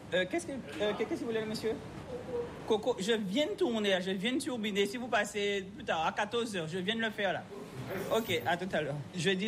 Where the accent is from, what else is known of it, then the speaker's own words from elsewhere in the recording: Guadeloupe; Moi, en tant que Guadeloupéenne, c'est les couleurs.